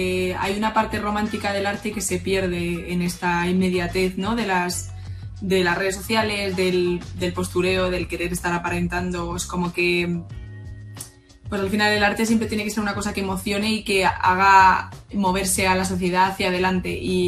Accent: Madrid, Community of Madrid, Spain; also born or lived in Connecticut, United States; es una chica, voy a hacer ahora 23, ahora en mayo, en un par de semanas, de Madrid. Es verdad que no nací en Nueva York, nací en Connecticut, que es el estado de al lado, por una casualidad. Mis padres estaban allí trabajando y me tuvieron allí.

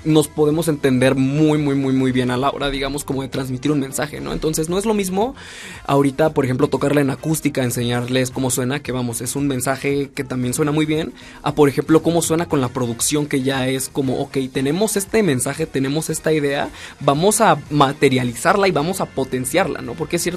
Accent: Cuernavaca, Morelos, Mexico; now in Mexico City, Mexico; yo soy de Cuernavaca

